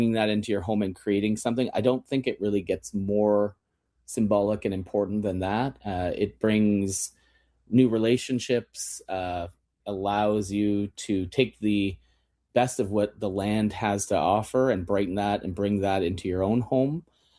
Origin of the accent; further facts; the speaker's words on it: Kitchener, Ontario, Canada; I mean, I grew up in Kitchener, and our next door neighbor had a big asparagus patch and would bring us bunches by the handful.